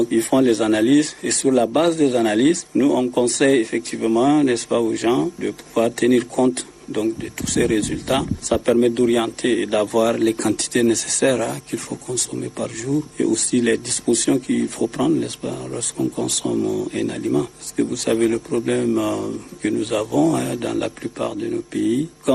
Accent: Chad; now in Angola; chez nous, elle est naturelle

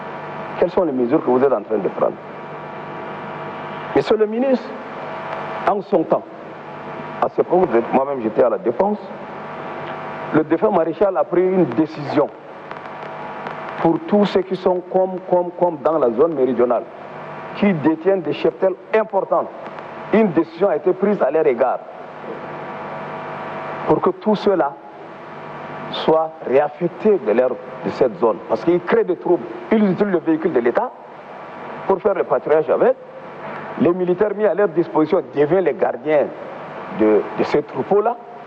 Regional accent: Chad; moi je viens de la province du Mayo-Kébi, je suis arrivé à 24 heures.

